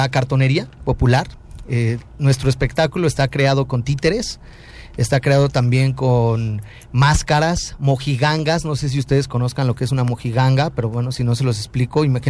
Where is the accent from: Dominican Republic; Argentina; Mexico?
Mexico; para nosotros como mexicanos